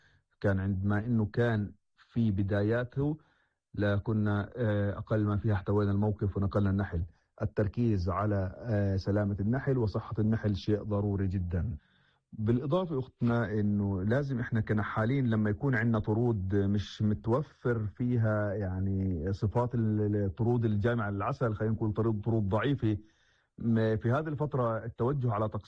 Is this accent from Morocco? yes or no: no; Palestine